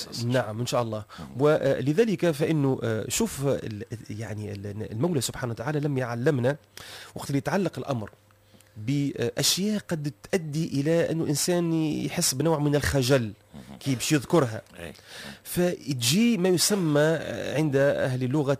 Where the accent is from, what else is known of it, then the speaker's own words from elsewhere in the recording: Tunisia; تجم تكون كلمة احنا عندنا في تونس مثلا في العاصمة عادية